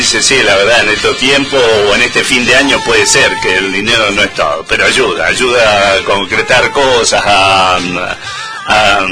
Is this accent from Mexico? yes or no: no; Malargüe, Mendoza, Argentina; muchos de los malarguinos que somos un poco así